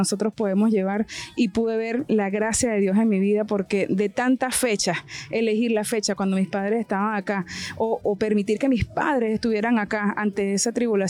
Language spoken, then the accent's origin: Spanish; Venezuela; moved away as an adult; now in Panama; Soy de Venezuela, ya 9 años residenciada acá en Panamá